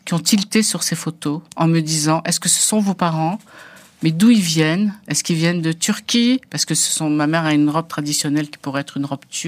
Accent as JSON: {"language": "French", "country": "Morocco", "lives_now": "Paris, France", "said": "Moi, je viens d'une grande famille. Enfin, on est nombreux. Je viens du Maroc. Il y a toute une culture de l'ouverture à l'autre."}